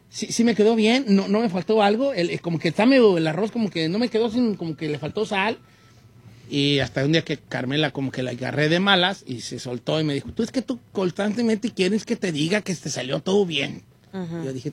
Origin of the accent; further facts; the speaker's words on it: Guadalajara, Jalisco, Mexico; Es que yo soy de Guadalajara.